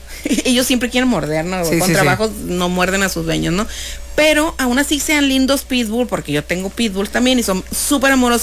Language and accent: Spanish; Mexico